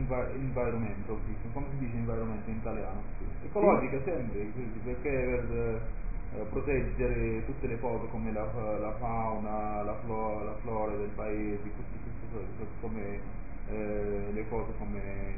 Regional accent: Morocco; Italian is a second language; moved away; also born or lived in Netherlands; Come marocchino, quindi qua capisco in dialetto siciliano

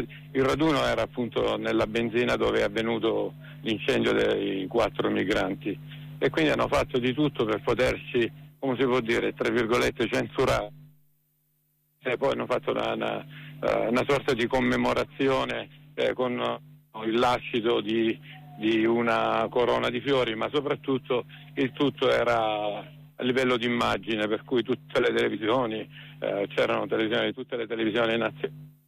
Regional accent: Brindisi, Apulia, Italy; noi che veniamo dalla Puglia, io vengo da Brindisi

